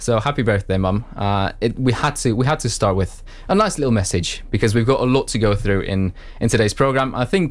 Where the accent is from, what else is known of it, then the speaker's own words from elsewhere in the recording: Romania; moved away; I'm from Romania and my family still live back there